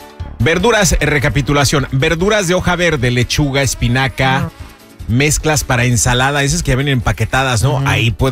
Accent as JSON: {"language": "Spanish", "country": "Mexico", "said": "España nos acaba de robar a los mexicanos algo muy valioso."}